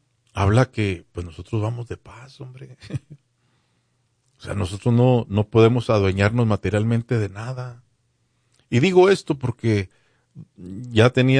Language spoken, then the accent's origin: Spanish; Chihuahua, Mexico; en Chihuahua, pues yo soy chihuahuense